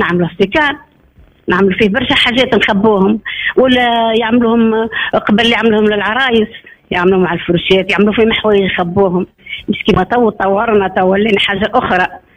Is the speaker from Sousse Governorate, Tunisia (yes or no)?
no; Sfax Governorate, Tunisia; now in Agareb, Tunisia; أصيلة زليانة.